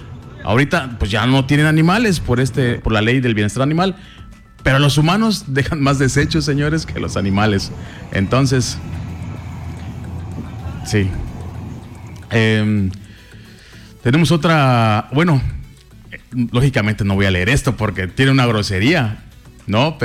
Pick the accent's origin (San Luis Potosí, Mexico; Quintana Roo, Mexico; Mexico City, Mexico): Quintana Roo, Mexico; los quintanarruenses, señores, nos unimos para eso y más